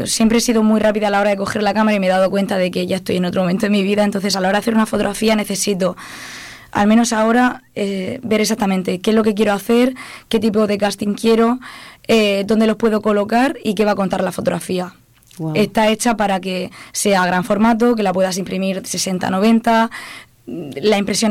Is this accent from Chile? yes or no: no; Region of Murcia, Spain; now in Madrid, Spain; el hecho de estar en dos casas, yo prácticamente soy prácticamente más madrileña ahora mismo que murciano